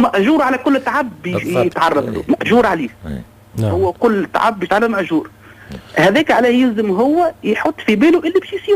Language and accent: Arabic; Tunisia; راهو نحن كدولة تونسية وكمكتب شؤون حجاج تونس حاضرين مش نوفروا له سبل الراحة بأقصى المستطاع.